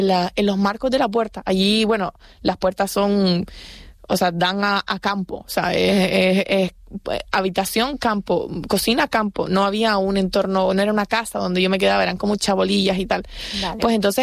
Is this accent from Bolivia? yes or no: no; Canary Islands, Spain; Tapi Pulau Saya milik Spanyol, tidak dari África, milik Spanyol. Ada 8 pulau yang milik Spanyol, Pulau Saya dari Kampung Saya, Gran Canaria.